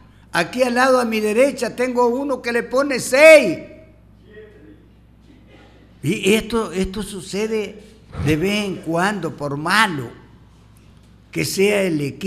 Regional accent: Ecuador; Como ecuatoriano, yo quiero que Ecuador gane.

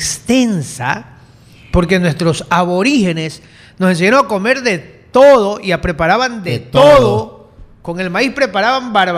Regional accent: Manabí, Ecuador; somos manabitas. Somos manabitas, como le quieran llamar, manabitas bacanes, manabitas chéveres, manabitas arrecho.

